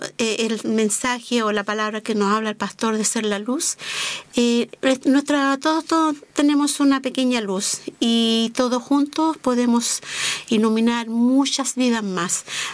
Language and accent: Spanish; Santiago, Santiago Metropolitan, Chile; now in Linares, Chile; venimos de Santiago. Y la verdad es que vinimos porque Dios nos trajo hasta este lugar.